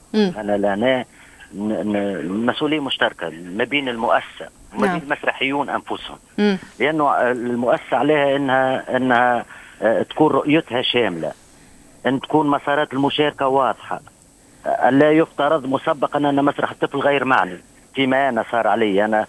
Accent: Tunisia; أنا كتونسي مسرحي تونسي

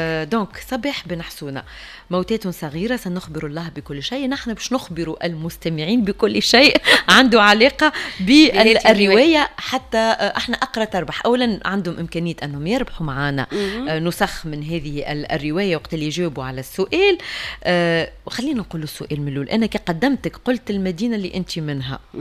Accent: Tunisia; احنا توينسا

